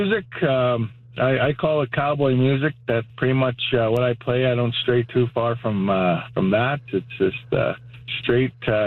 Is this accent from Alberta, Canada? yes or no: yes; Cluny, Alberta, Canada; I'm from Siksika Nation, Alberta, southern Alberta. It's we're the second largest reserve in Canada. It's, I grew up on the east side, a little place called Clooney, Alberta.